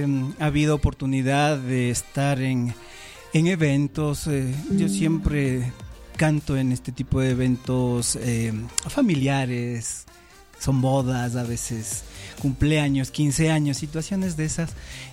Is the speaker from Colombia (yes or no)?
no; Ecuador